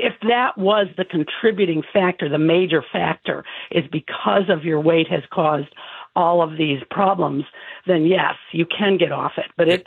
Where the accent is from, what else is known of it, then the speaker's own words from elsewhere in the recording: Michigan City, Indiana, United States; Indiana is my home. I'm from Michigan City.